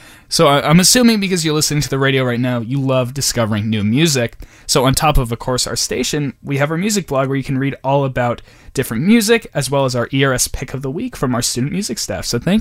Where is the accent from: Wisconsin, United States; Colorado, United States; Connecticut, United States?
Connecticut, United States; a band from my home state here on WERS. That was … from Connecticut